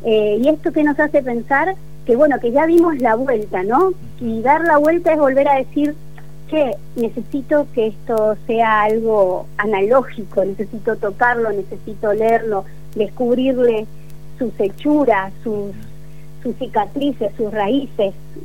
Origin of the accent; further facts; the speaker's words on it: Argentina; moved away as an adult; Yo soy de Buenos Aires, vivo acá hace como 12 años